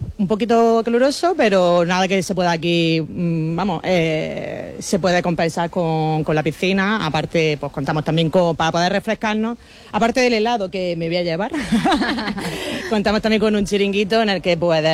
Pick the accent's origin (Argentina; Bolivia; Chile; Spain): Spain; Adra, Andalusia; soy de Adra.